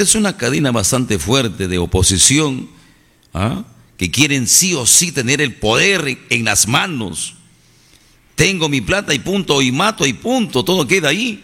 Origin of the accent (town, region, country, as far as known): Peru